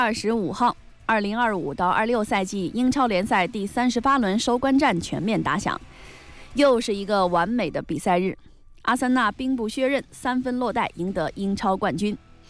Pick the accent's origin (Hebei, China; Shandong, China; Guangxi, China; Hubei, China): Hubei, China; 更是咱们湖北人对传统文化的热爱